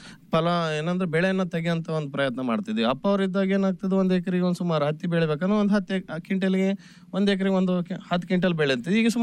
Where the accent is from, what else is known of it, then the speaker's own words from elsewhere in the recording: Raichur, Karnataka, India; also born or lived in Bengaluru; ನಾನು ಪ್ರಾಥಮಿಕ ಶಿಕ್ಷಣ ಇದೇ ಗ್ರಾಮದಲ್ಲಿ ಪಡ್ಕೊಂಡಿನಿ, ಆಮೇಲೆ ಹೆಚ್ಚುವರಿ ಹೈಸ್ಕೂಲ್ ಶಿಕ್ಷಣ ಹಿರೇಬೂದು ಗ್ರಾಮದಲ್ಲಿ, ಆಮೇಲೆ ಕಾಲೇಜ್ ಅಂದರೆ PUC ದೇವದುರ್ಗ ನಮ್ಮ ತಾಲೂಕು ಮಟ್ಟದಲ್ಲಿ ಪಡ್ಕೊಂಡಿನಿ